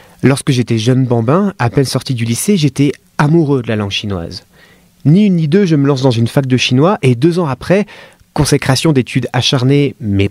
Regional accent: France; J'ai grandi en France, comme beaucoup de personnes qui écoutent ce podcast.

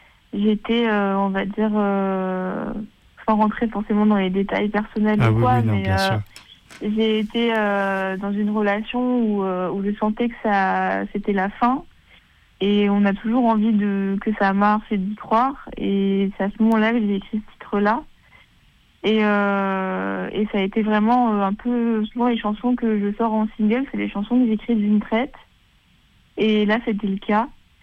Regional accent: France; le fait de quitter mon pays natal, donc je ne peux pas ne pas en parler. Mais avant tout, je pense aussi être une jeune femme qui a grandi en France.

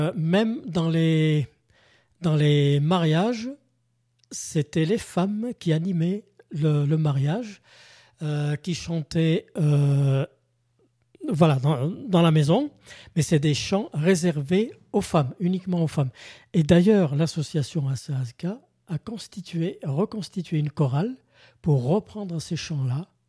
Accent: Kabylie, Algeria; moved away; je suis né en Kabylie

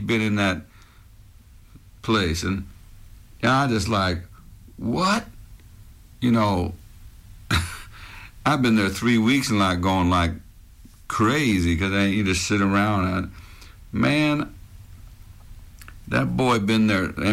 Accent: Canada; born there; I guess they was looking for, where I was born in Canada.

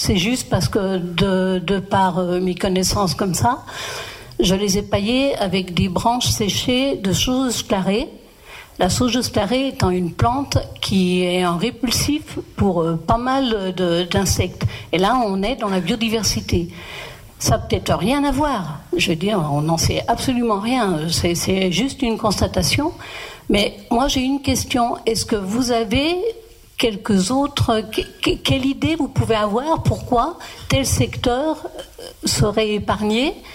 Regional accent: Parmilieu, Auvergne-Rhône-Alpes, France; puisque je suis originaire de la région de Parmilieu, Crémieux, au nord de l'Isère.

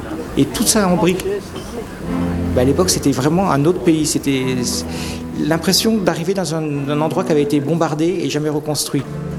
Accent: France; je me sentais presque un petit peu concerné en tant que Français par La Hacienda

